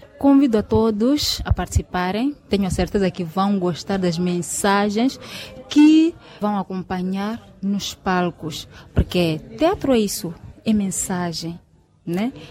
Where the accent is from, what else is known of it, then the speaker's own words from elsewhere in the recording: Nampula, Mozambique; Somos de Nampula.